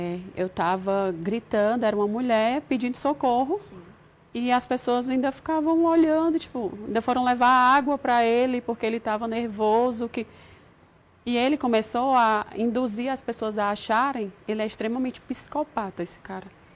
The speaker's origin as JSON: {"language": "Portuguese", "town": "Fortaleza", "region": "Ceará", "country": "Brazil", "moved": "yes", "said": "E eu não tenho ninguém, eu não sou daqui, eu sou de Fortaleza."}